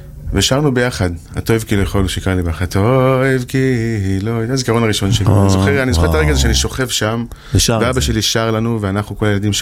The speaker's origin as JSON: {"language": "Hebrew", "town": "Jerusalem", "region": "Jerusalem District", "country": "Israel", "tie": "born or raised there", "said": "בהר נוף, בירושלים."}